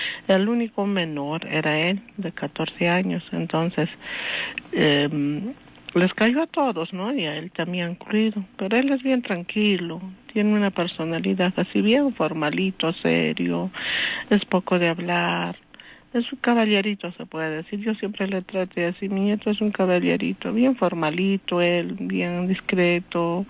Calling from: Arequipa, Peru; De Arequipa

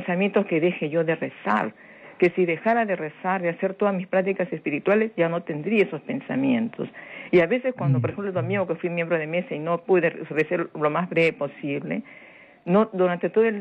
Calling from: Lima, Peru; Le saluda … desde San Martín de Porres.

